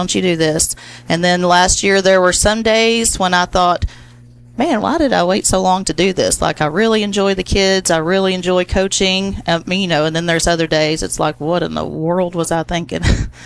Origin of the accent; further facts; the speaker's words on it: Carthage, Texas, United States; moved away as an adult; also born or lived in Augusta, Georgia; Well, I went to school in Carthage, graduated from Carthage High School